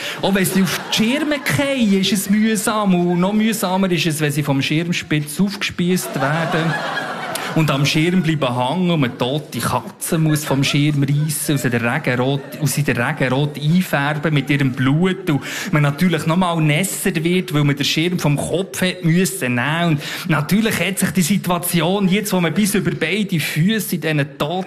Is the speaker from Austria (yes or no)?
no; Bern, Switzerland; now in Zurich, Switzerland; Ich komme ursprünglich aus dem Emmental, wohne jetzt aber schon seit längerem in Zürich.